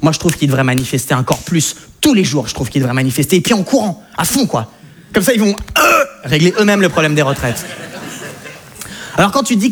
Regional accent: France; alors donc je me présente, donc … Bon, moi ce qui est un petit peu de rigolo chez moi, c'est qu'en fait je suis français, mais j'ai des origines hollandaises, belges, françaises, mongoles, chinoises, turques et suédoises.

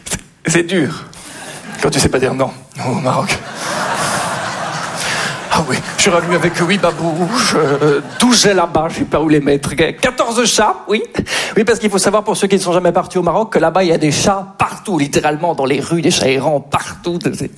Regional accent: Belgium; Je suis belge.

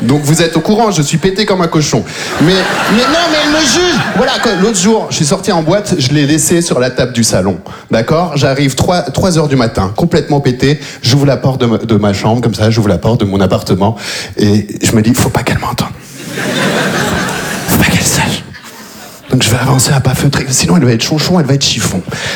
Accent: Belgium; born or raised there

